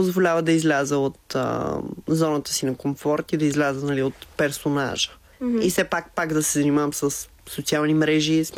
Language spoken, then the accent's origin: Bulgarian; Kyustendil, Kyustendil Province, Bulgaria; also born or lived in Paris, France; Аз съм роден реално в Париж. Да, мама и тата там са се запознали и двамата са българи. И аз там съм роден. Живял съм много малко, една година. И след това сме се върнали отново в България. Иначе съм израснал в Кюстендил.